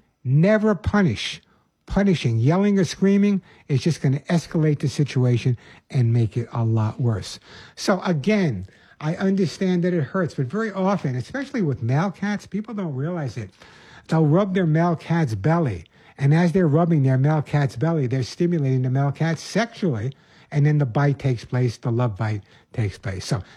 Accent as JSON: {"language": "English", "town": "Oceanside", "region": "New York", "country": "United States", "tie": "born or raised there", "also_born_or_lived": "Bronx, United States / Queens, United States", "said": "I was born in the Bronx, grew up part of my life in Queens in Rockaway Beach, and then most of my time on Long Island in Oceanside."}